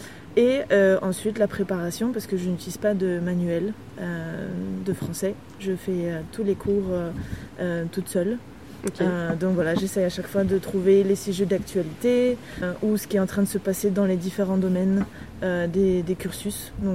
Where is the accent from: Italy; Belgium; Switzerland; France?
France; suis franco-allemande, ma mère est allemande, donc j'ai toujours été un petit peu entre les deux pays. J'ai grandi en France